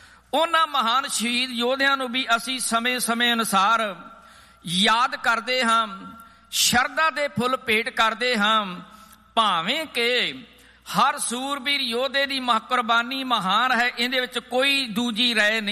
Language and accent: Punjabi; Punjab, India